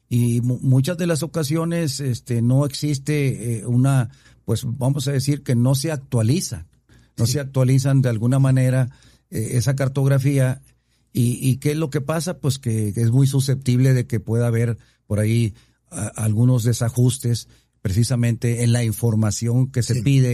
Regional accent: Nueva Rosita, Coahuila, Mexico; en la mera parte central de nuestra ciudad de Nueva Rosita

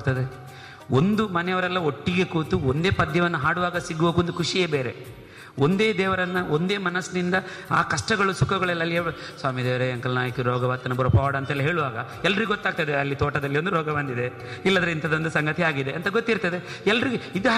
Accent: Karnataka, India; ನಮ್ಮ ಗೋಳಿತೊಟ್ಟು ಆಲಂತಾಯ ಮತ್ತು ನೇರಂಕಿ ನಮ್ಮ ಕಲ್ಲಡ್ಕ ಈ ಏರಿಯಾದಲ್ಲಿರುವ

